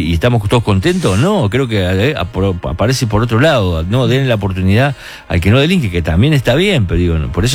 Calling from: Caballito, Buenos Aires, Argentina; de Caballito

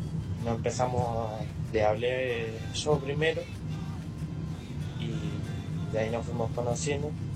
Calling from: La Plata, Buenos Aires Province, Argentina; somos de La Plata y terminamos conociéndonos allá en Mendoza.

